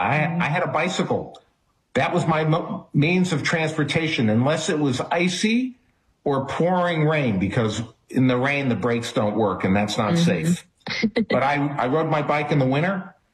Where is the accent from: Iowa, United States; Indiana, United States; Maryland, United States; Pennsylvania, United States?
Pennsylvania, United States; Allentown; daughter here in Allentown, Pennsylvania, is where we reside for part of the year now. But this has been my hometown.